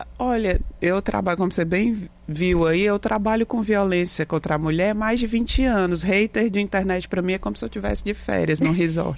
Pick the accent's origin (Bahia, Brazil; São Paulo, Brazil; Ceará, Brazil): Ceará, Brazil; Fortaleza; Bom, eu sou da periferia de Fortaleza e a educação salva.